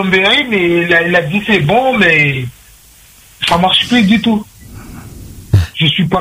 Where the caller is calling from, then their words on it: Saint-Pierre, Réunion; j'habite à Saint-Pierre, à la CIDR.